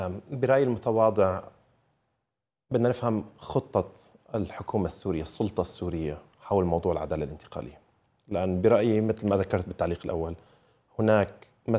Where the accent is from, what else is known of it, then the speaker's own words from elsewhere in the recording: Syria; من عقولنا جميعا كسوريين.